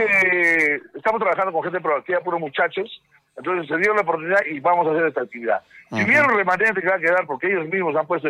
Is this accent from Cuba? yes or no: no; Arequipa, Peru; Sí, de todas maneras, como buen arequipeño, hay que darle bien, para poder trabajar de fuerza.